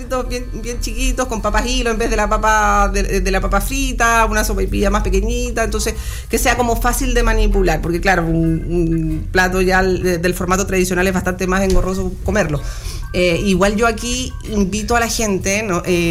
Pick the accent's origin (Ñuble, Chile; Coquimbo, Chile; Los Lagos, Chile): Los Lagos, Chile; Chiloé; now in Los Ángeles, Chile; Yo no soy de Los Ángeles, yo soy chilota. Me casé con un angelino